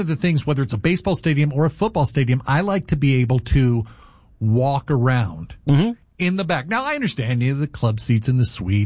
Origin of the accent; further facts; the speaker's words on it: California, United States; I grew up in Southern California.